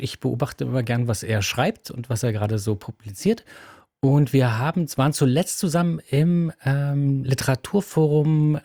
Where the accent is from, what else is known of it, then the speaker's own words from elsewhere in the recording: Thuringia, Germany; Wir sind beide Thüringer übrigens